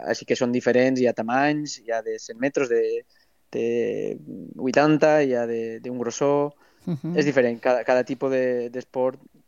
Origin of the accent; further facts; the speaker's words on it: Jaca, Aragon, Spain; Jo sóc de Jaca, de Huesca, i és vera que tinc la muntanya en sa sang.